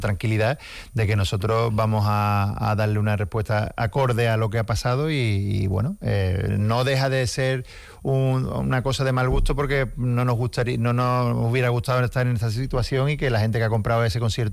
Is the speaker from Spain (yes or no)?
yes; Seville, Andalusia, Spain; Y como sevillano nos hace especial ilusión de que el marco de seguridad sea más amplio